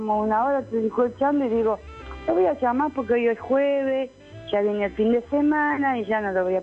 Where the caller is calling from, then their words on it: San Martín, Argentina; yo soy de San Martín.